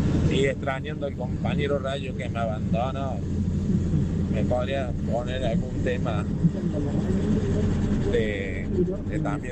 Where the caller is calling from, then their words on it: Rafaela, Santa Fe, Argentina; acá, escuchándote por Rafaela